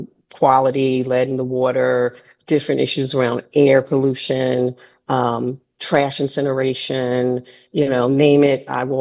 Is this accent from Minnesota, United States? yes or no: no; East Orange, New Jersey, United States; I'm from East Orange, New Jersey. So, you know, I've been around this stuff a long time.